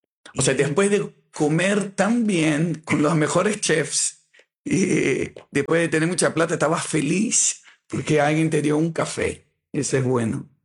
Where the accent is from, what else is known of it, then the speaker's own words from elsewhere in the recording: Brazil; Spanish is a second language; nosotros dos somos brasileños y los dos hablando en español aquí.